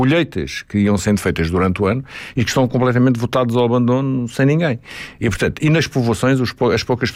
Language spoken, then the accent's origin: Portuguese; Alentejo, Portugal; born there